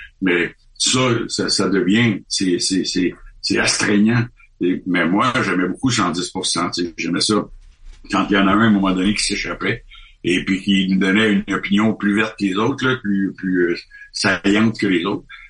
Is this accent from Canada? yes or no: yes; Canada; moi, je suis du Canada, je suis ici de passage